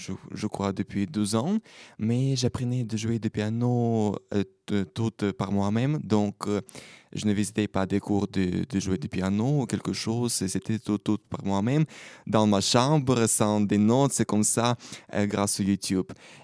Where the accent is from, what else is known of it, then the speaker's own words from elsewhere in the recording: Ukraine; moved away; je viens de l'Ukraine